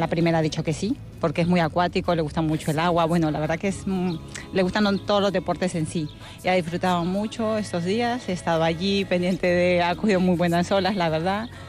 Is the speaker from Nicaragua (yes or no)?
yes; Nicaragua; now in San Sebastián, Spain; Yo soy de Nicaragua y tengo tres hijos.